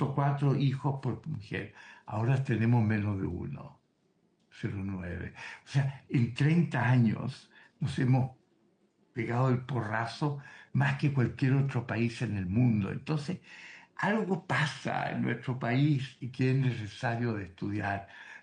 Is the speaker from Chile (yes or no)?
yes; Chile